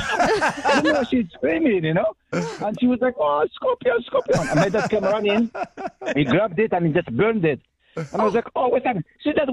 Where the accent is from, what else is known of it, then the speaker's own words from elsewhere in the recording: Morocco; English is a second language; also born or lived in Indonesia / Malaysia / Singapore; now in New Zealand; Yes, I'm originally from Morocco. Yes.